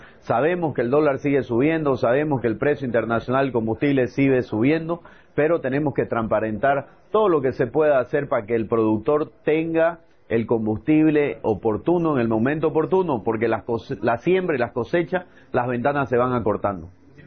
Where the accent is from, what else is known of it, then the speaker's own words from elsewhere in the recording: Bolivia; para que tengamos como bolivianos toda la calidad y el volumen necesario